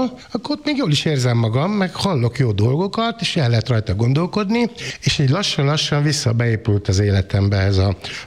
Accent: Partium, Romania; moved away; a gyerekkoromban, Párciumban, mind a két nagyszülő családban reformátusok voltak.

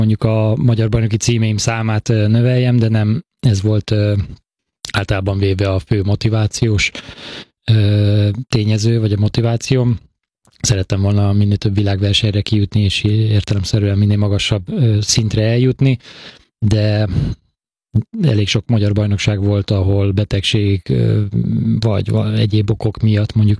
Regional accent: Katymár, Bács-Kiskun, Hungary; Egy kis faluban nőttem fel

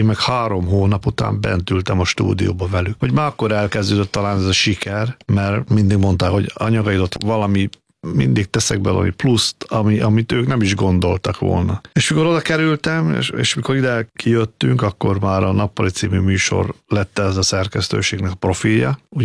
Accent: Hungary; Mi magyarok vagyunk. Mi nekünk ez az anyaországunk.

